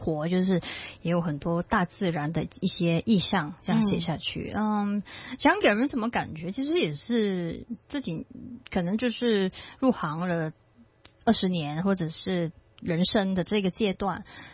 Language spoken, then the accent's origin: Chinese; Singapore; 其实我童年不在香港长大，就是在新加坡